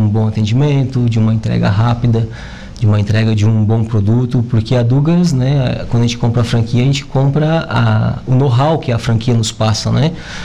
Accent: Criciúma, Santa Catarina, Brazil; eu sou de Criciúma. Há 3 anos eu estou vindo para Araranguá.

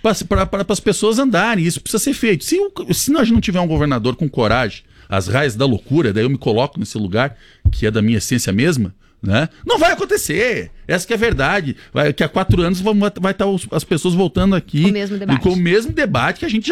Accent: Chapecó, Santa Catarina, Brazil; eu sou natural aqui de Chapecó

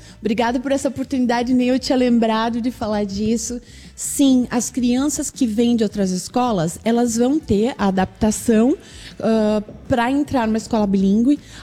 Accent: Brazil; a gente, como brasileiro

